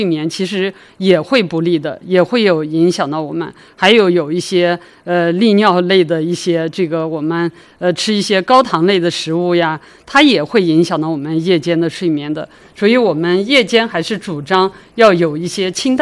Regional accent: Xinjiang, China; 咱们新疆人吃肉还是蛮厉害的

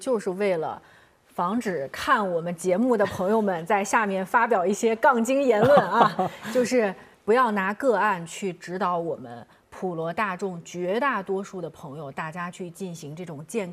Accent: Zhengzhou, Henan, China; 比如说我是河南人，我老家是郑州的，我们那儿就是吃面食为主，

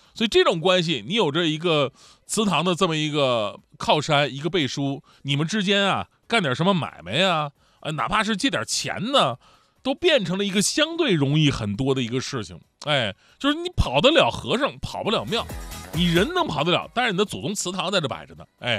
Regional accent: Northeast China, China; 因为我作为一个北方人啊，尤其是东北人，吃的那个粽子原来都是特传统的，就是三角形的，

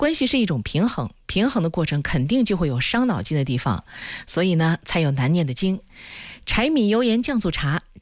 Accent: China; 其实呢也是体现我们中国人对家的重视

